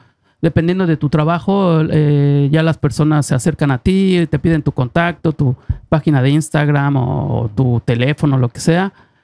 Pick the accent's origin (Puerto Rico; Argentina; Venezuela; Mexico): Mexico; oye, mira, soy DJ, vengo de México, si quieres puedo tocar